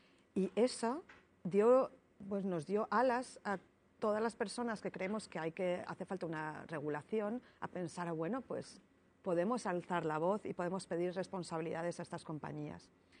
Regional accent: Spain; en España, de donde yo soy.

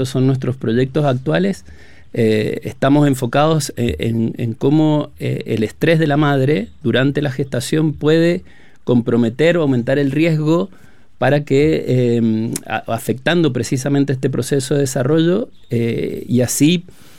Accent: Argentina; moved away as an adult; also born or lived in Valdivia, Chile; now in Chile; yo ya soy, de hecho, sacaba la cuenta y ya tengo más tiempo viviendo en Chile que en Argentina, así que ya soy más chileno, mis hijas son chilenas.

